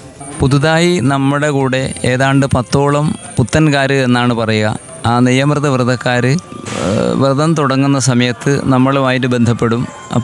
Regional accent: Thillankeri, Kerala, India; ഞാൻ തില്ലങ്കേരി സ്വദേശിയാണ്.

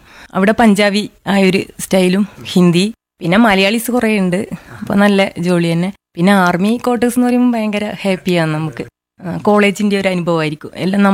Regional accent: Kerala, India; ഞാൻ ഇവിടെ കാര്യ സ്കൂളിൽ തന്നെയാണ് പഠിച്ചത്, നാലാം ക്ലാസ് വരെ LP, പിന്നെ പയശു സ്കൂളിൽ 5 മുതൽ 7 വരെ, പിന്നെ 8 മുതൽ ഹൈസ്കൂൾ മട്ടന്നൂര്

